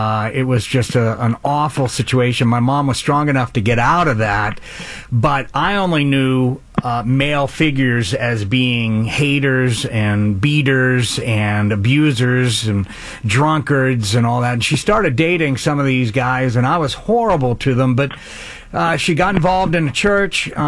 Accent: New Hampshire, United States; where I grew up in New Hampshire.

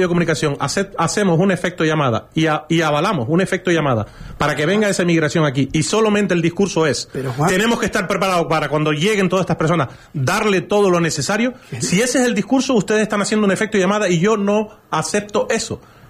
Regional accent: Canary Islands, Spain; Sí, sí, soy canario.

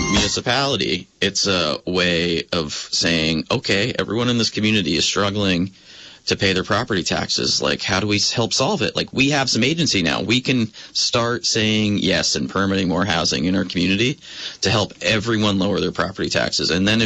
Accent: Essex Junction, Vermont, United States; born or raised there

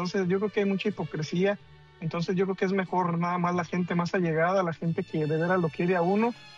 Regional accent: Aguascalientes, Mexico; now in Indiana, United States; yo estoy aquí en Indiana, yo soy de Aguascalientes.

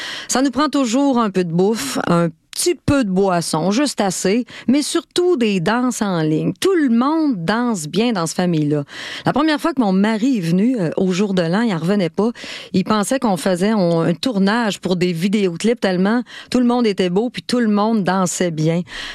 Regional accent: Lac-Saint-Jean, Quebec, Canada; accent: Lac-Saint-Jean; Avec mon accent du Lac-Saint-Jean, des fois, mon anglais est un petit peu douteux

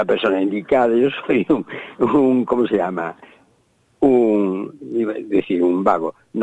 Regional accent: Ares, Galicia, Spain; now in Cambados, Spain; mi pueblo era muy marinero, de Ares

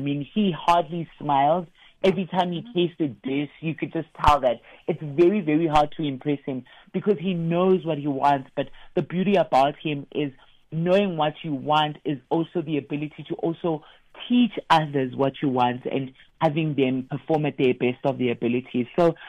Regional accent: South Africa

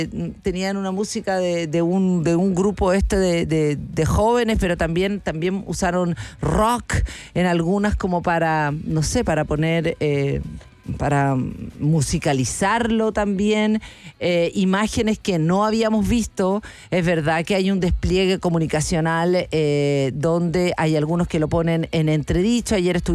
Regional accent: Chile; estos días en nuestra larga y angosta faja de tierra, como nos enseñaron de niño en Chile

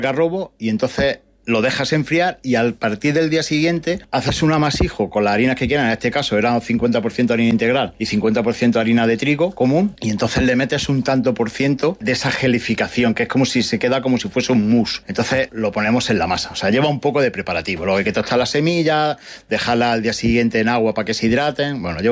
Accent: Villena, Valencian Community, Spain; pero luego que somos de Villena, y aparte con mucho orgullo de llevar el pueblo el nombre de Villena a todos los sitios donde vamos

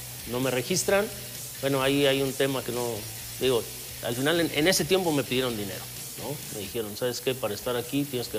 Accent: Senguio, Michoacán, Mexico; moved away; es muy pequeño. Al final de cuentas es muy pequeño, pero a mí siempre me ha gustado, ¿no? Mi pueblo, lógicamente, por circunstancias de la vida y del tema del fútbol, pues nos alejamos un poco del pueblo

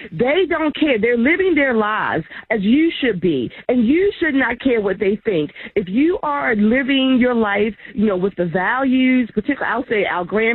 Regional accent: Baltimore, Maryland, United States; now in Towson, United States; As a black woman, born and raised in Baltimore, in Maryland

